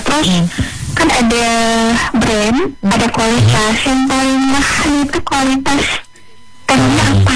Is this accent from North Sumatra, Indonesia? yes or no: no; Southeast Sulawesi, Indonesia; Dari saya dari Buton Siampo, Buton Bilihan Pada.